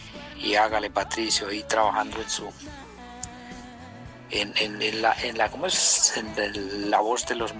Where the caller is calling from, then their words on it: Bogotá, Colombia; yo soy de Bogotá, ¿sí? Aquí a un ladito de la ciudad, pero soy rolo.